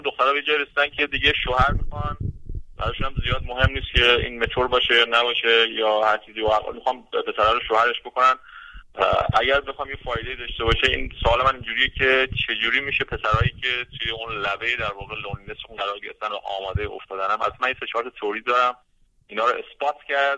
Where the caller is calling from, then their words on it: Iran; از ایران زنگ میزنم.